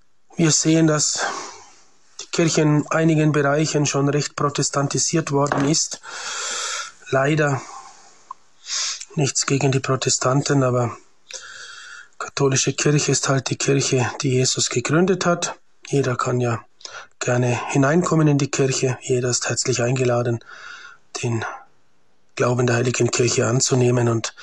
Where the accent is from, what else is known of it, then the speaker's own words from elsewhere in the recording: Bavaria, Germany; now in Liechtenstein; ich bin 48 Jahre alt, bin aus Bayern, aus Oberfranken